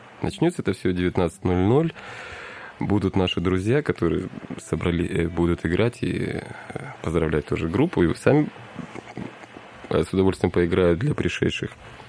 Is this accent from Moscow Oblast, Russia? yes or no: no; Vladivostok, Primorsky Krai, Russia; Мы, значит, из Владивостока.